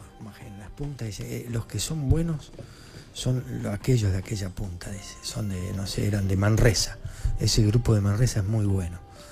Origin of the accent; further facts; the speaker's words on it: Argentina; soy argentino.